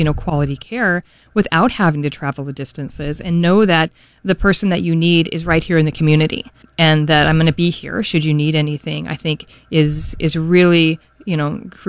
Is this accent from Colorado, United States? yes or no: yes; Denver, Colorado, United States; I'm originally from Denver, I always say, but my parents lived in Scottsbluff, Nebraska for about 18 years.